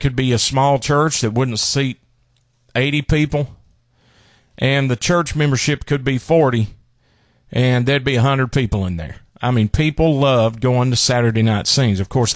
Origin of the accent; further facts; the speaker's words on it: Tennessee, United States; I remember being born and raised in East Tennessee.